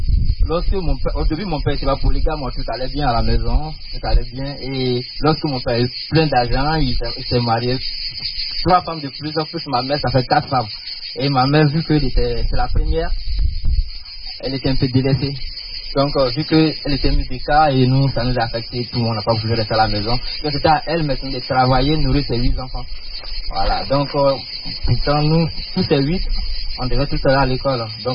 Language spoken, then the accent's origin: French; Côte d’Ivoire; je viens de la Côte d'Ivoire